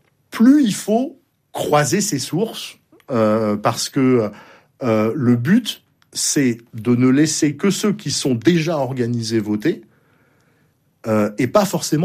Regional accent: Bordeaux, Nouvelle-Aquitaine, France; moi je suis bordelais

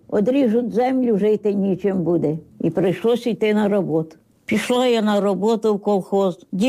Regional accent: Fedunka, Poltava Oblast, Ukraine; Народилася в Федунці Шишацького району. Там і жила до 22 років.

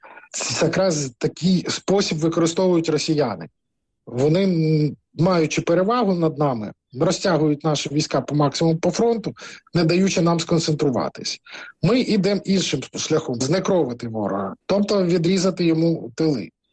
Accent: Crimea, Ukraine; Ну, ми, кримчани, кримські експерти, ще з 2014 року казали

